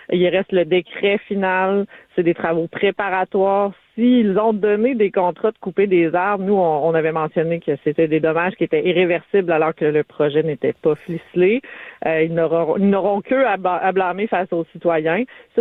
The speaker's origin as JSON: {"language": "French", "region": "Quebec", "country": "Canada", "said": "comme plusieurs Québécois"}